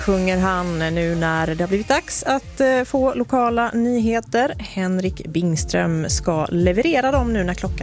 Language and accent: Swedish; Fristad, Västra Götaland County, Sweden; Ja, inte bara Borås utan Frista eller Fristad. Där jag kommer ifrån.